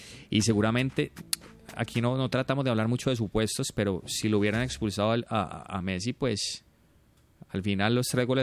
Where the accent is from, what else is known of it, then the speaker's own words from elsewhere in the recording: Colombia; la cercanía de nosotros como colombianos